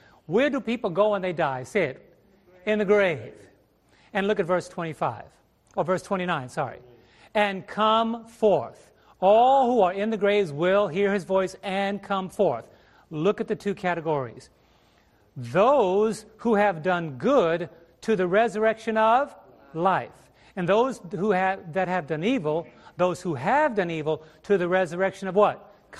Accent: New York, United States; Let me take a breath. I'm a New Yorker.

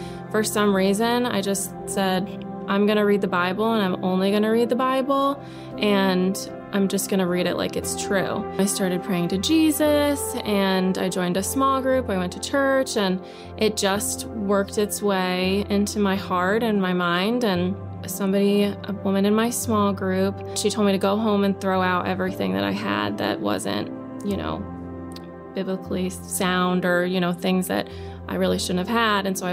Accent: New York, United States; I grew up in New York. I was raised in a house where church was more about community and the holidays.

